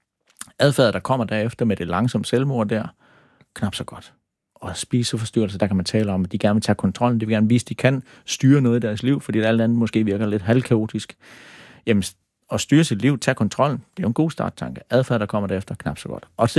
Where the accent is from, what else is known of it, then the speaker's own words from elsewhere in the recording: Sønderborg, Region of Southern Denmark, Denmark; Altså, jeg er vokset op i Sønderborg. Helt normal middelklasse